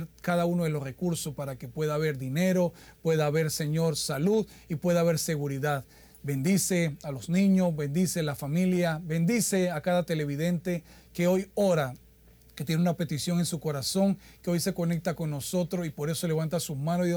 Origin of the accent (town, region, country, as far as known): Panama